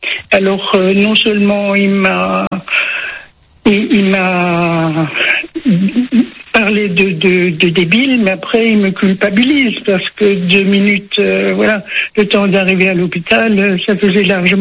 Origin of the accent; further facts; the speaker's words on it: Strasbourg, Grand Est, France; moved away; À la campagne, enfin, mais je suis originaire de Strasbourg